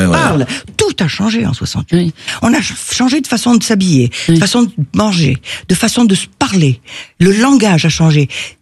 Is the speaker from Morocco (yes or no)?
yes; Rabat, Rabat-Salé-Kénitra, Morocco; Il était ingénieur agronome, et c'est pour ça que je suis née au Maroc.